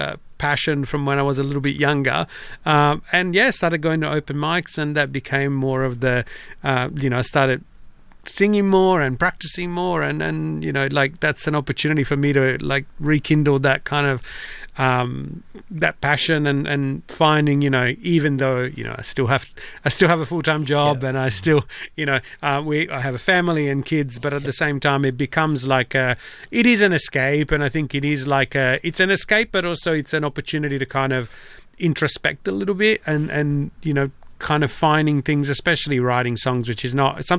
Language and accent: English; Italy; now in Australia; I came from Italy, then I came to Australia. We can talk more about that later.